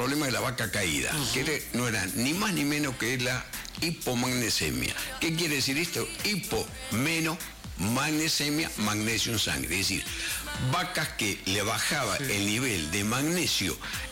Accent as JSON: {"language": "Spanish", "town": "Ingeniero Luiggi", "region": "La Pampa", "country": "Argentina", "tie": "born or raised there", "said": "Yo nací en Ingeniero Luigi, en el norte de la provincia de La Pampa."}